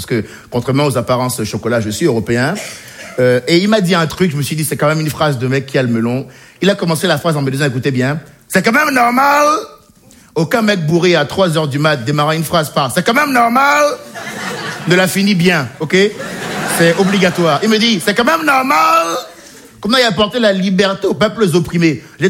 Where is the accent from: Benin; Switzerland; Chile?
Benin; born or raised there